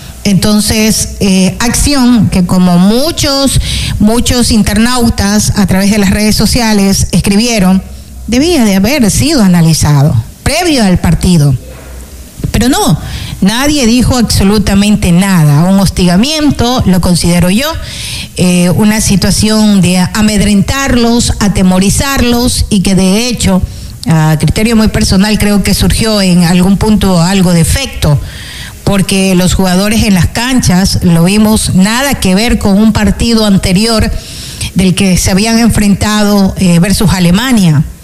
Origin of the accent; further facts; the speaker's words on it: Ecuador; nosotros como ecuatorianos creo que siempre hemos mostrado que somos personas de bien